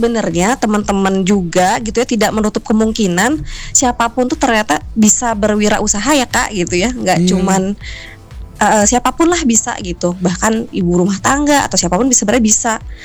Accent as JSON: {"language": "Indonesian", "town": "Bandung", "region": "West Java", "country": "Indonesia", "said": "Asli orang Bandung, Kak."}